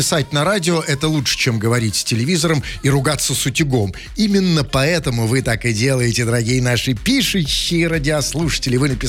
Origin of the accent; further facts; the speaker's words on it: Moscow, Russia; Я сам из Москвы.